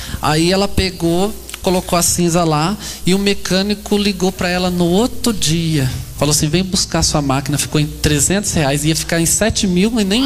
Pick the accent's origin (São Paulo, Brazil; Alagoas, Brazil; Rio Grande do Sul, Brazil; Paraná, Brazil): Paraná, Brazil; Apucarana; encontrei uma senhora, que eu sou de lá de Apucaranga, e ela de lá.